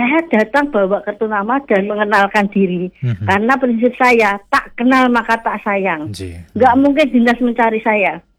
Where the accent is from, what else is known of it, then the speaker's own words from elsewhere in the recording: Semarang, Central Java, Indonesia; moved away as an adult; now in Pemalang, Indonesia; saya itu aslinya dari Semarang, hijrah ke Pemalang.